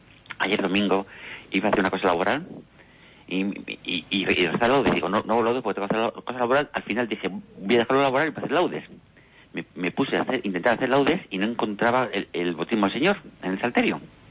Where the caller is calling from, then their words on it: Madrid, Community of Madrid, Spain; sí. Le llamo de Madrid